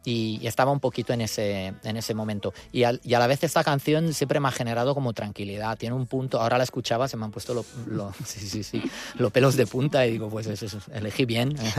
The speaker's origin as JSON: {"language": "Spanish", "town": "Turin", "region": "Piedmont", "country": "Italy", "tie": "born or raised there", "second_language": "Spanish", "moved": "yes", "said": "yo soy italiano, de Torino"}